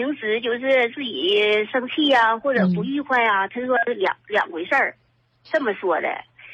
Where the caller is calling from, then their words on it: Shenyang, Liaoning, China; 我自己我也是沈阳的